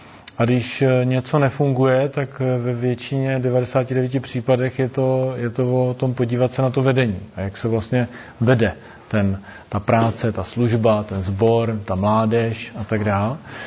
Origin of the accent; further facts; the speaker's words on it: Brno, South Moravian Region, Czechia; Jsem původně z Brna